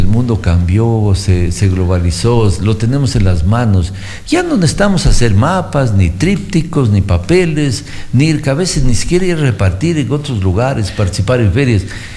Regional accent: Loja, Ecuador; los lojanos, digamos, ni siquiera los baches nos vienen a coger

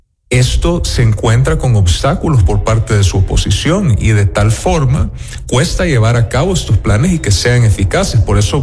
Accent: El Salvador; yo vengo de El Salvador

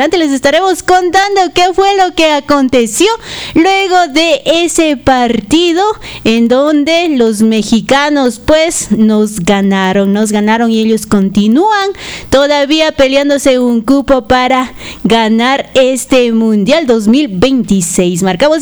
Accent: Ecuador; seguimos siendo ecuatorianos de corazón

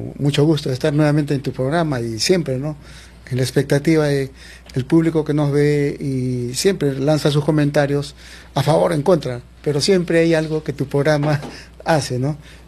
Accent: Chosica, Lima, Peru; bueno, yo no nací en el sur, ¿no? Yo soy de acá del centro, yo nací en Chosica y vivo en Chosica.

